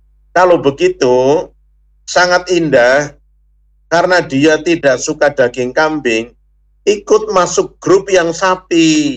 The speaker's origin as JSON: {"language": "Indonesian", "area": "Banyumas", "region": "Central Java", "country": "Indonesia", "said": "bahasa kita orang Banyumas tidak ngarani"}